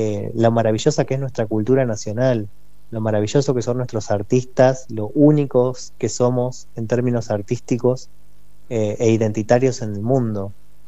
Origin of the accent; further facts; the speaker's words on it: Argentina; lo maravilloso que somos los argentinos